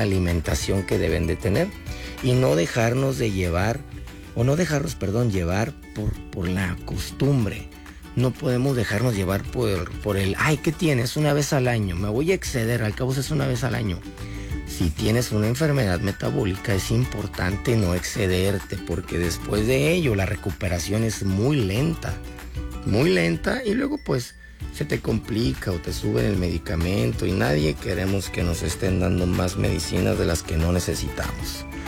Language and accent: Spanish; Mexico; porque somos bien mexicanos, entonces tenemos nuestras raíces